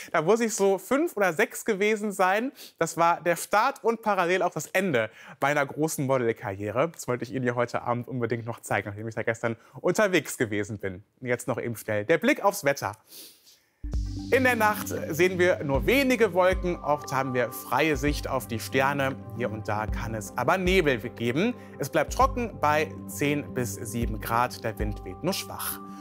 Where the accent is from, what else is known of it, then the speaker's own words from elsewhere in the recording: Krefeld, North Rhine-Westphalia, Germany; Ich war am Wochenende in meiner alten Heimat in Krefeld unterwegs.